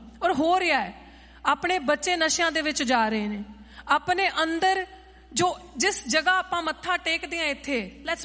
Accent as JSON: {"language": "Punjabi", "region": "Punjab", "country": "India", "tie": "born there", "also_born_or_lived": "Delhi", "moved": "as an adult", "said": "ਮੇਰਾ ਜਨਮ ਜਿਸ ਧਰਤੀ 'ਤੇ ਹੋਇਆ ਮੈਂ ਆਪਣੀ ਹਾਇਰ ਐਜੂਕੇਸ਼ਨ ਪੰਜਾਬ ਤੋਂ ਉੱਠ ਕੇ ਦਿੱਲੀ ਯੂਨੀਵਰਸਿਟੀ ਦੇ ਵਿੱਚ ਕੀਤੀ"}